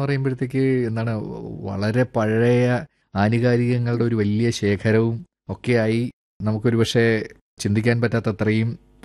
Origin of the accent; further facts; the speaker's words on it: Thiruvananthapuram, Kerala, India; TVMൽ നിന്നാണ്.